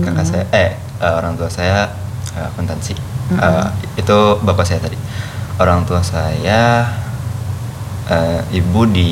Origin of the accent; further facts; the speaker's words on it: Bogor, West Java, Indonesia; moved away as an adult; also born or lived in Jakarta; now in Bandung, Indonesia; Besarnya di Bogor